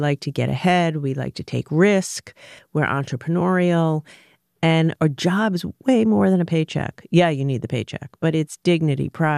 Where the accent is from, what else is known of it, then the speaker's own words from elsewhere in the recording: Rhode Island, United States; I'm from Rhode Island. That's a corp thing about who I am. Youngest of three kids, working class Italian-American family. My grandpa was an immigrant from Italy, lived in the house with us.